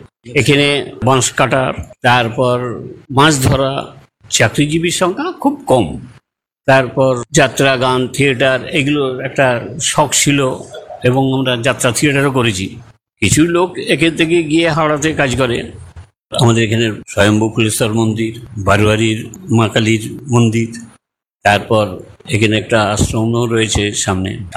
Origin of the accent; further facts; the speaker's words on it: West Bengal, India; সকল দেশে সেরা আমার জন্মভূমি, বাঁধ দিয়ে ঘেরা, দামোদর ঘেরার ভেতরে যেভাবে আমাদের কষ্ট করে বড় হতে হয়েছে, আমরা ঘরের ছেলে ঘরেতেই রয়েছি